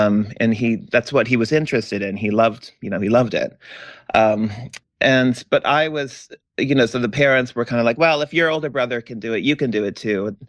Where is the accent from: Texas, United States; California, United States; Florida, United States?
Texas, United States; born or raised there; also born or lived in Idaho / Colorado